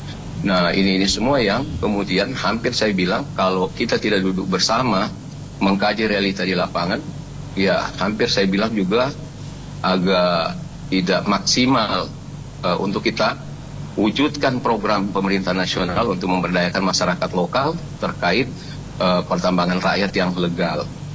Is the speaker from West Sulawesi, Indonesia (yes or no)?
yes; Mamuju, West Sulawesi, Indonesia; karena saya orang Mamuju